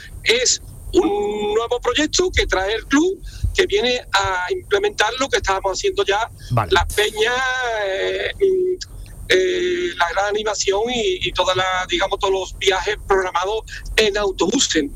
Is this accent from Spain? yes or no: yes; Rociana del Condado, Andalusia, Spain; la peña de Rosiana, es decir, a mi pueblo, ¿no?